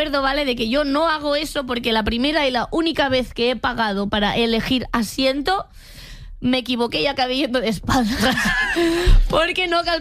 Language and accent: Spanish; Catalonia, Spain; y como persona catalana esto me